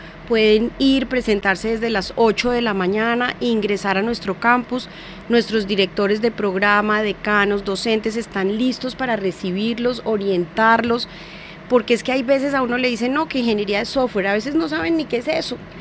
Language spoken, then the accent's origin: Spanish; Bogotá, Bogotá Capital District, Colombia; como bogotanos, como colombianos